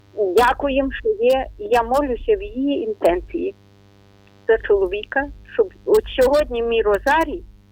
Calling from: Ternopil, Ternopil Oblast, Ukraine; Ми з України … Тернопіль.

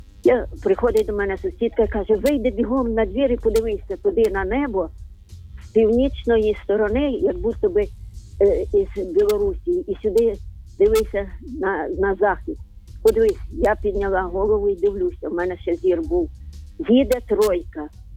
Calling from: Zhytomyr, Zhytomyr Oblast, Ukraine; Я з Житомира, я перший раз дзвоню.

